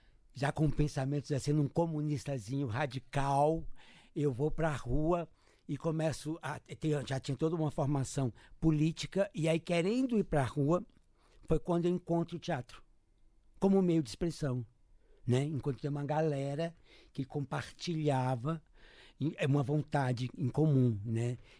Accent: Taguatinga, Federal District, Brazil; born there; also born or lived in Corinto, Minas Gerais; a minha adolescência se deu, a minha vida, eu fui criado em Taguatinga, né?

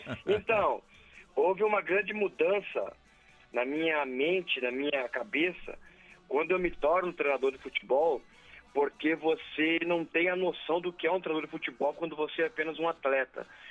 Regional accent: Rio Grande do Sul, Brazil; moved away; Eu saí do Sul, né? Saí do Rio Grande do Sul, fiz pouco tempo de base no Grêmio, depois eu fui jogar pelos times do interior do Rio Grande do Sul

